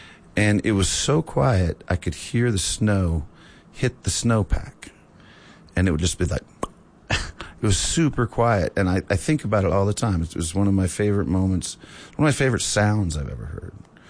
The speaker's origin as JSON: {"language": "English", "town": "New Orleans", "region": "Louisiana", "country": "United States", "said": "You know, and we're from New Orleans. Like, we don't ever see zero, you know?"}